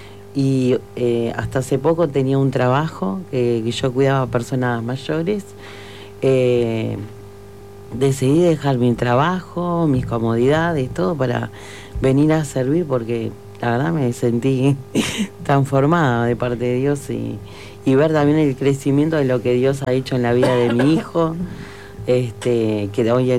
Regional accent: Parque del Plata, Canelones, Uruguay; tengo 49 años … Me crié en Parque del Plata con mi madre, mi padre, y en total éramos 8 hermanos.

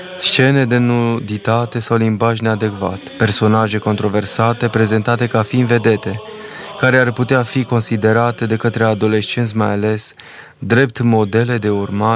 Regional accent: Romania; pentru că eu sunt român și așa mă consider ca un bun român și îmi iubesc neamul.

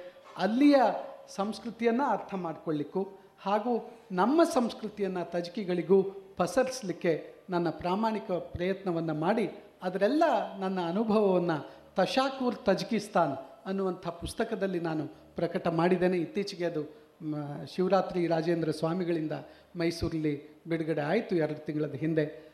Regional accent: Karnataka, India; moved away as an adult; also born or lived in Tajikistan / Oman; ನಾವಿರುವಾಗ ಅಲ್ಲಿ ಕನ್ನಡಿಗರು ಇದ್ದದ್ದು 1.5 ಜನ, ಒಬ್ಬ ನಾನು

